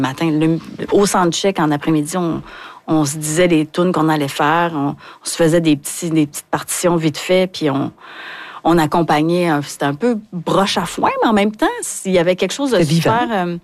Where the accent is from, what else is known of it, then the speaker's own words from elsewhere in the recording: Hauterive, Quebec, Canada; je suis de Haute-Rive, moi